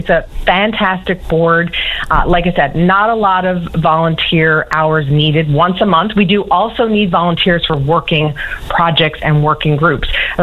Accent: Harbour Grace, Newfoundland and Labrador, Canada; I'm originally from Harbor Grace, and when my father passed away, last year, I decided to put my name forward and volunteer.

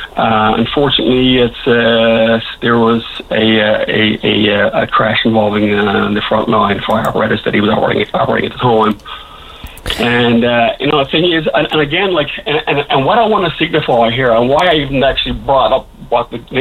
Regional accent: Waitangi, Northland, New Zealand; and I come from Waitangi

